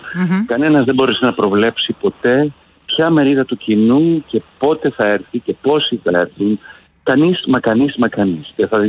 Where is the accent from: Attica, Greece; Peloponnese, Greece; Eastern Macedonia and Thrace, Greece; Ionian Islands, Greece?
Attica, Greece; Athens; Είσαστε κι εσείς, όπως και εγώ, γεννημένοι στα Εξάρχεια.